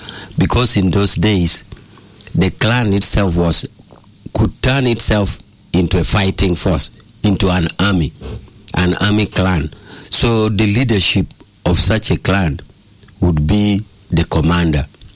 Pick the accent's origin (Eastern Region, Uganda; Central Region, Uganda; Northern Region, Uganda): Northern Region, Uganda; I come from Lang.